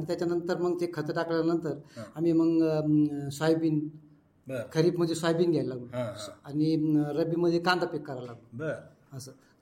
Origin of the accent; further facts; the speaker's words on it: Maharashtra, India; तिथं आमचा जन्म वगैरे सगळं तिथेच झाला.